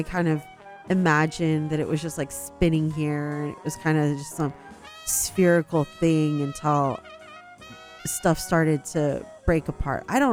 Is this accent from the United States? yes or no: yes; California, United States; I'm California Indian.